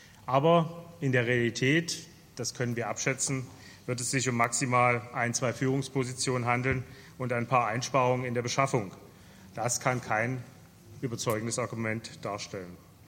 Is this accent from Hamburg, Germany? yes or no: no; Dresden, Saxony, Germany; Der Exkurs in meine Heimatstadt Dresden